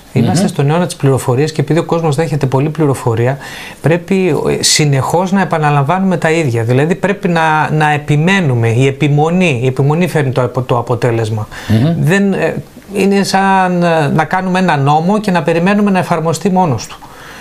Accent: Greece

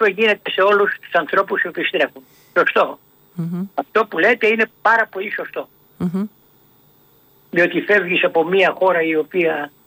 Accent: Trizonia, Central Greece, Greece; moved away; Εγώ κατάγομαι από τα Τριζόνια, το νησάκι.

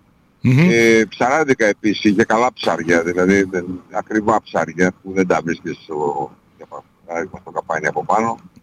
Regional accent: Nea Michaniona, Central Macedonia, Greece; είμαι υπαρχιωτόπουλο από τη Μηχανιό, δεν ήμουν αστόπεδο εγώ, για παιδί του άστεως

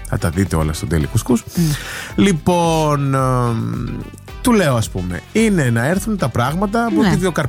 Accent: Athens, Attica, Greece; Και με ρωτάει εμένα που είμαι από την Αθήνα να του πω τι γίνεται.

